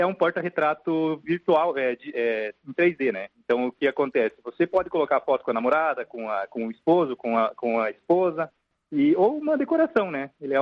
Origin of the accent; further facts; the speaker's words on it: Pato Branco, Paraná, Brazil; Sou de Pato Branco mesmo. Minha família é toda de Pato Branco e Coronel Vivida.